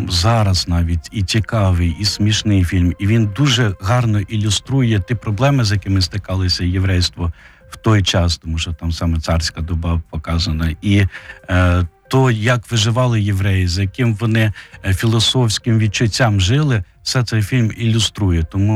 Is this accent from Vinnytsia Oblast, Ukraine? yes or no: yes; Vinnytsia, Vinnytsia Oblast, Ukraine